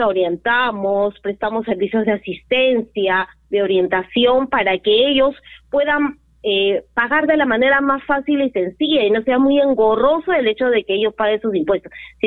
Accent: Peru; Así como el DNI nos identifica como ciudadanos peruanos

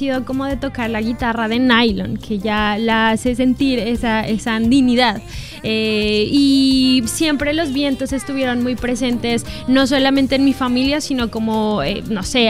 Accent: Nariño, Colombia; Yo vengo del sur de Colombia, de Nariño, es un departamento

